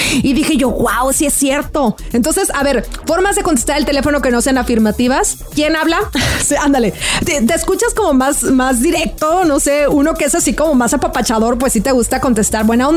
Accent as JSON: {"language": "Spanish", "country": "Mexico", "said": "A ver, como buen latino mexicano, siempre decimos bueno, o tal vez dices sí, ¿no?"}